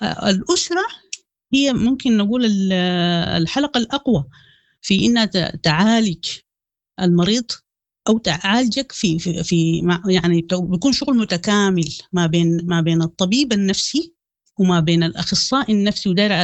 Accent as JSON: {"language": "Arabic", "country": "Sudan", "said": "نحن كسودانيين"}